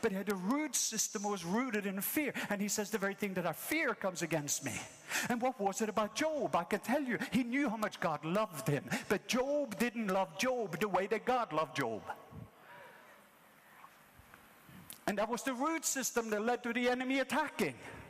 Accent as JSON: {"language": "English", "country": "Norway", "tie": "born or raised there", "moved": "yes", "said": "So when I grew up in Norway as a child, I was always afraid of dogs."}